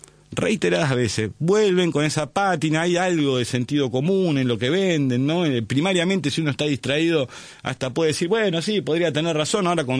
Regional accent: Argentina; Sí sé que en mi país, cada vez que quisieron aplicar estos modelos económicos, no funcionan por las propias características de nuestro país. Uh-huh. Y si la dictadura no pudo hacer funcionar este modelo económico y le entregó al presidente Alfonsín la Argentina

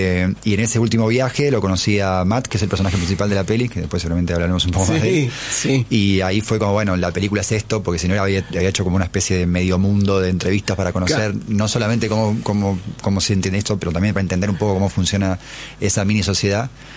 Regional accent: Argentina; yo entiendo el reclamo argentino, lo comparto, me parece que es lo único que nos une así como argentinos

